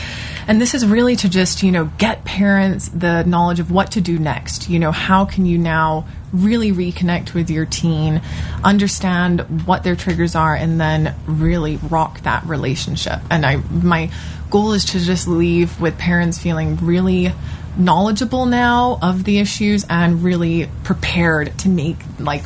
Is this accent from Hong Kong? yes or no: yes; Hong Kong; That's big, because also growing up in Hong Kong, you know, I understand that environment.